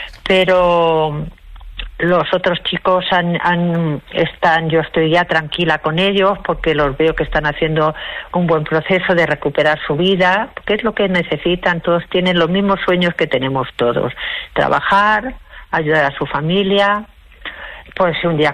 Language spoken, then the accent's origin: Spanish; Badalona, Catalonia, Spain; yo soy de Badalona, pero he estado muchos años viviendo fuera de Badalona